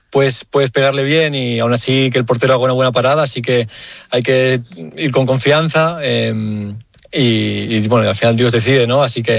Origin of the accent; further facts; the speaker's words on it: Barcelona, Catalonia, Spain; accent: Castilian; Porque al final, bueno, nací en Barcelona y fue al colegio en Barcelona desde pequeño.